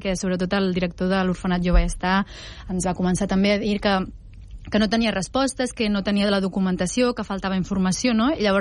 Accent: Reus, Catalonia, Spain; Que normalment jo dic, soc de Reus, i la gent em pregunta, no, realment, d'on ets? D'on, sí, vens?

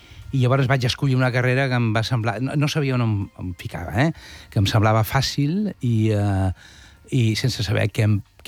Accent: Sabadell, Catalonia, Spain; som de Sabadell

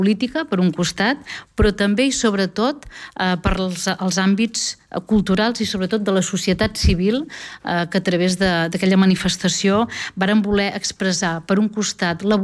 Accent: Catalonia, Spain; com a catalans i catalanes

